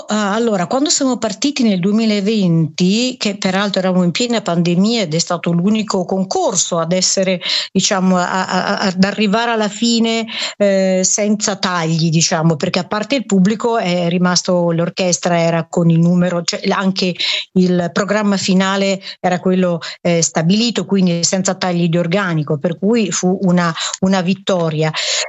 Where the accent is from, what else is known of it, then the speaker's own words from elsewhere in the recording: Trentino-Alto Adige, Italy; now in Novara, Italy; sono trentina